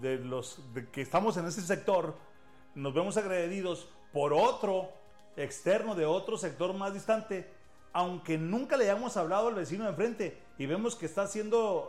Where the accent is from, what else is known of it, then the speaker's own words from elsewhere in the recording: Chihuahua, Mexico; Y así, como hispanos, como mexicanos, como chihuahuenses, nos vamos reconociendo afuera de nuestras fronteras